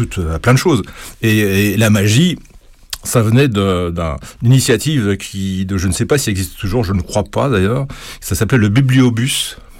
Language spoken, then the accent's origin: French; Grand Est, France; now in Paris, France; Dans le sud de l'Alsace.